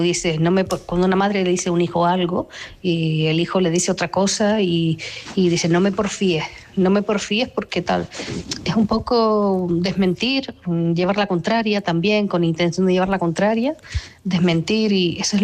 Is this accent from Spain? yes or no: yes; Canary Islands, Spain; de Gran Canaria. La palabra porfiar se sigue utilizando por aquí, modo coloquial.